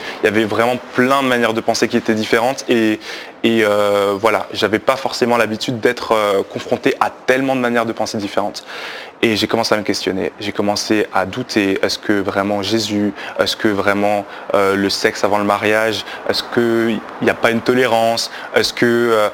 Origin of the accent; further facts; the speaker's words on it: Belgium; Donc j'ai grandi en Belgique, du coup, j'ai une enfance assez normale avec ma famille qui est chrétienne